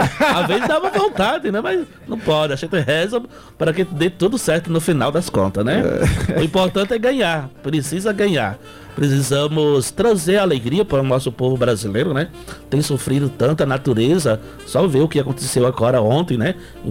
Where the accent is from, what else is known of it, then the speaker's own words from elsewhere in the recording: Heliópolis, Bahia, Brazil; now in Macapá, Brazil; Eu sou natural da Bahia, uma cidade chamada Heliópolis, no interior do sertão nordestino.